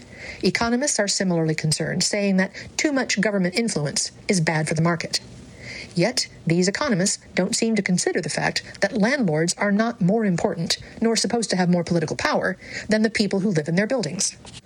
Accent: North Carolina, United States; I can see the benefits of tenant organizing in places like my home state of North Carolina

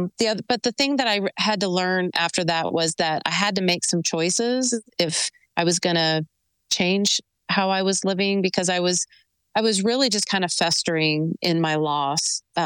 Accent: Texas, United States; born there; I was born in Texas, joined the Army at 17

